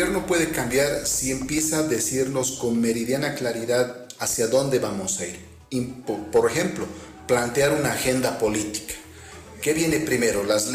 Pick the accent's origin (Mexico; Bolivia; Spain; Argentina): Bolivia